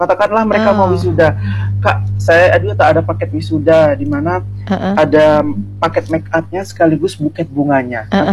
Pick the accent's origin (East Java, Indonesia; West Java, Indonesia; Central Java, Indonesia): East Java, Indonesia; Surabaya; Tapi saya dari Surabaya, saya kenal nih.